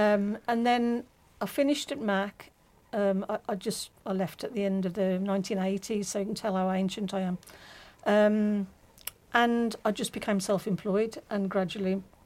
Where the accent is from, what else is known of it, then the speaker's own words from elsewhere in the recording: Cradley Heath, West Midlands, United Kingdom; born there; I was born in Cradley Heath.